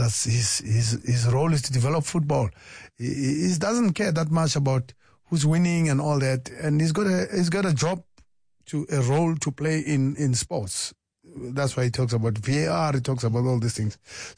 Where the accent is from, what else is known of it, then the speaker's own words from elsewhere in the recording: South Africa; I'm South African